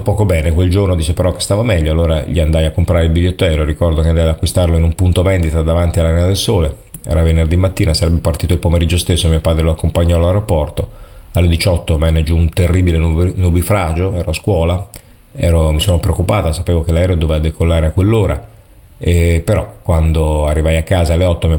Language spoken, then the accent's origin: Italian; Albania; now in Italy; Sono albanese, mio padre è un autista di bus nel mio paese